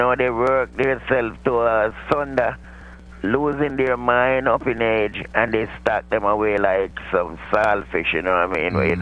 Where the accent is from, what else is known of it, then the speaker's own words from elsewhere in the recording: Kingston, Jamaica; now in Mount Vernon, United States; I used to be so scared growing up in Kingston.